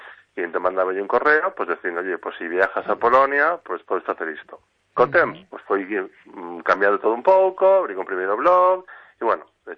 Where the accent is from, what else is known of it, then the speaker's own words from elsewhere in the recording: Pontevedra, Galicia, Spain; born there; now in Poio, Spain; Bueno, de Poio. Nací en Pontevedra, pero vivo en Poio.